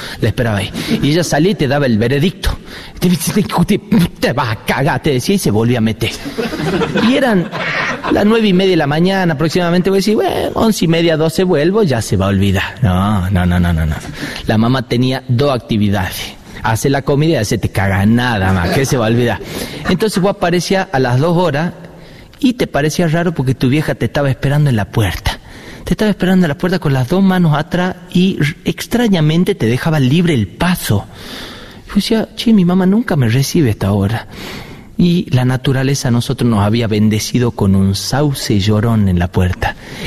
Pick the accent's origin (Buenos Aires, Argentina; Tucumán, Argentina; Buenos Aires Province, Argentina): Tucumán, Argentina; yo tengo una mezcla rara porque tengo padre sanjuanino y soy tucumano y son muy diferentes